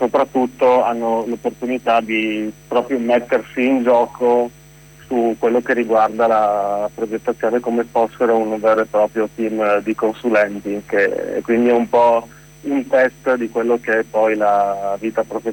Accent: Friuli-Venezia Giulia, Italy; E siccome anche sono sempre stato fuori regione, sono friulano, dopo la fine delle superiori sono stato parecchio in giro

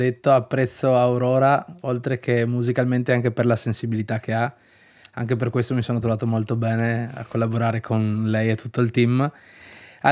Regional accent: Dominican Republic; now in Italy; essendo dominicana

